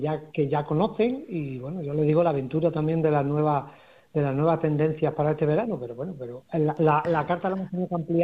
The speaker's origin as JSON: {"language": "Spanish", "region": "Extremadura", "country": "Spain", "said": "porque soy un enamorado de mi tierra, porque con ello se quiere decir que estoy poniendo mi granito de arena en la gastronomía extremeña, que es por lo que estamos luchando día a día, ¿no? Y luchando también por mi tierra, ¿no?"}